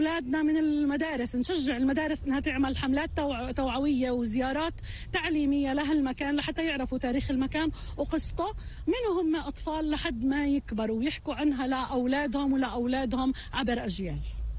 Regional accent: Palestine; البصمة اللي موجودة لإلنا كفلسطينيين بهذا المكان

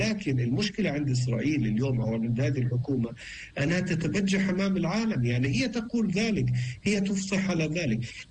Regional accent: Palestine; هذه مصيرية لنا كشعب فلسطيني، لأنه سرداد الحقوق هذا قضية مهمة لنا كفلسطيني.

